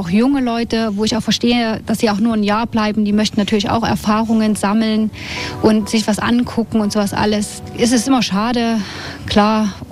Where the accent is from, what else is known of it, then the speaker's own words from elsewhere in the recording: Leipzig, Saxony, Germany; moved away as an adult; also born or lived in Amrum / Sylt / Switzerland / Ireland; now in Tannheim, Austria; Ich bin in Leipzig geboren, habe meine Schule alles gemacht, habe dann meine Ausbildung auf Amrum gemacht, oben an der Nordsee, habe ein Jahr noch auf Sylt gearbeitet danach und danach halt in die Schweiz für ein Jahr, dann ein halbes Jahr Österreich